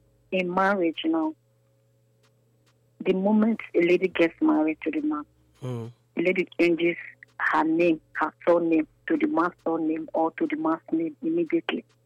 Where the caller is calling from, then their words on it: Benin City, Edo, Nigeria; I'm calling from Benin.